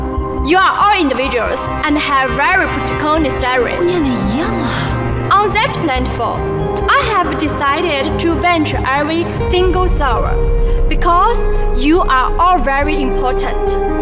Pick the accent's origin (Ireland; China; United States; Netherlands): China; I come from China.